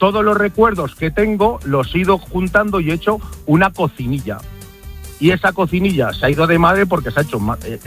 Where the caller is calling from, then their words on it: Cuenca, Castilla-La Mancha, Spain; Pues yo soy de Cuenca